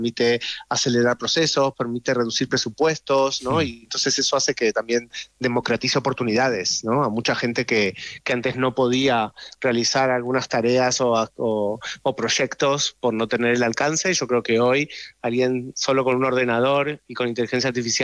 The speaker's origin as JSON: {"language": "Spanish", "country": "Argentina", "accent": "Argentine", "said": "Todas las pequeñas partes de la serie las he tenido que hacer con mi acento argentino, pobrecitos, y se tienen que concentrar."}